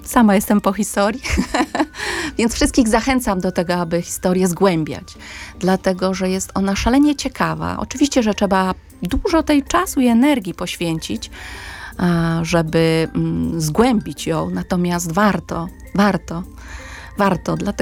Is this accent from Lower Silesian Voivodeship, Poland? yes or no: yes; Wrocław, Lower Silesian Voivodeship, Poland; born there; moved away as an adult; now in Warsaw, Poland; Ja w ogóle nie jestem warszawianką, jestem wrocławianką i gro mojego życia spędziłam we Wrocławiu. Tutaj mieszkam od 15 lat